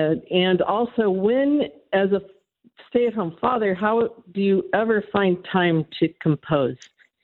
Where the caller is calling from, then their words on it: California, United States; Actually, I'm from California. I'm in Alabama at the moment.